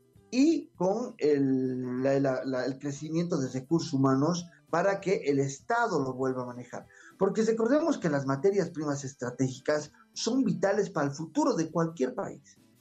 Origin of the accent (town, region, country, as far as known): Bolivia